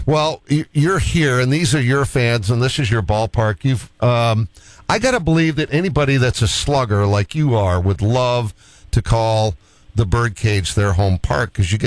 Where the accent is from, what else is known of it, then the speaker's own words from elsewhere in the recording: Boston, Massachusetts, United States; I'm from Boston